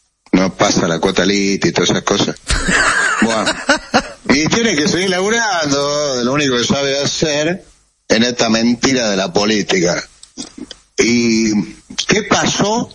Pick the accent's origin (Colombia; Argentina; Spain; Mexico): Argentina; Salta; yo soy salteño